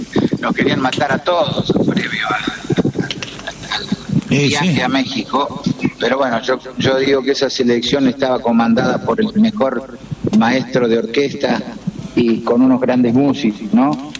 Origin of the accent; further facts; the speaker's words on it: Maciel, Santa Fe, Argentina; Fer, estos me llamaban de una radio de mi pueblo, ahí en Maciel, en Santa Fe.